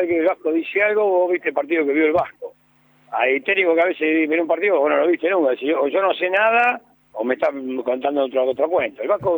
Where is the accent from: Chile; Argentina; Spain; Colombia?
Argentina; somos todos argentinos